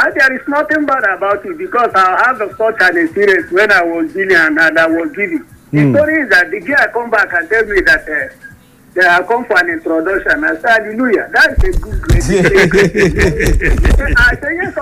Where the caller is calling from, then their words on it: Douala, Littoral, Cameroon; from Douala.